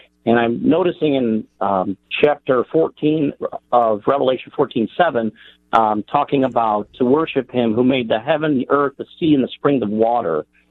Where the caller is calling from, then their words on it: Cleveland, Ohio, United States; Here in Cleveland, Ohio area